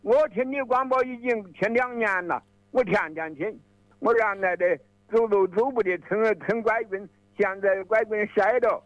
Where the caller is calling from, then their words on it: Macheng, Hubei, China; 马城呢，我在沙口镇，挨着河南跟安徽交界